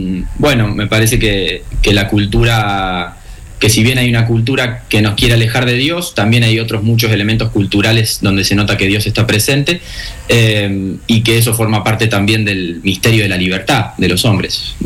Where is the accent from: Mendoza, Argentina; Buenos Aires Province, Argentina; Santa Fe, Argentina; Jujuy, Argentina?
Buenos Aires Province, Argentina; Coronel Suárez; now in Córdoba, Argentina; Soy de Coronel Suárez, provincia de Buenos Aires, y vivo actualmente en Córdoba.